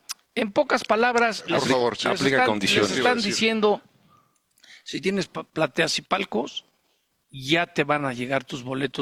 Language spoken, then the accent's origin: Spanish; Mexico; Y duele como mexicano, sí.